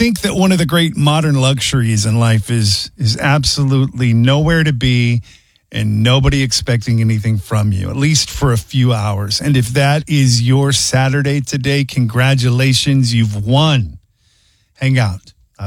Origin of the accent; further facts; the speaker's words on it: Texas, United States; born there; on my grandmother's farm growing up in Texas.